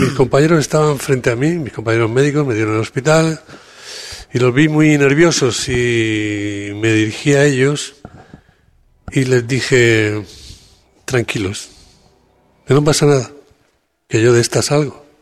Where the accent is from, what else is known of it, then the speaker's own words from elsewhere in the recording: Cartagena, Region of Murcia, Spain; Sí, soy de Cartagena.